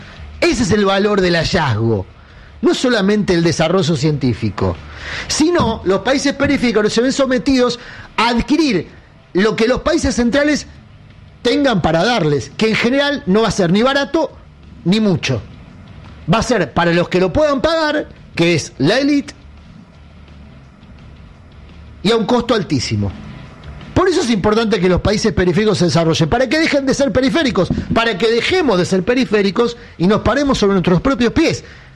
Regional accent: Argentina

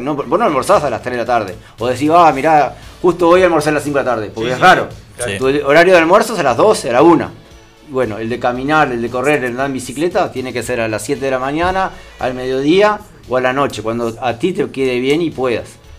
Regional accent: Montevideo, Uruguay; born there; now in Maldonado, Uruguay; Nací en Montevideo, pero amo Maldonado

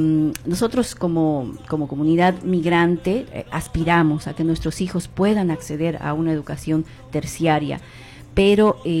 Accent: Bolivia; moved away

